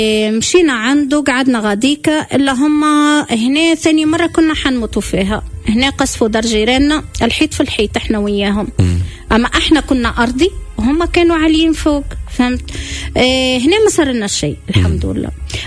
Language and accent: Arabic; Tunisia; now in Gaza, Palestine; اني تونسيه